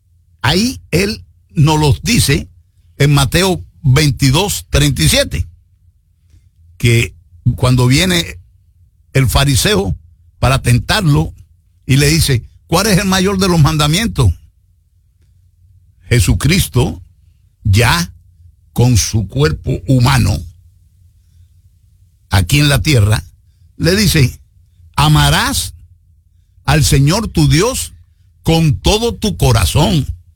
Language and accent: Spanish; Cuba; born there; moved away; en mi tierra donde yo nací, llegó un chacal ahí en el año 1959 y acabó con ese país.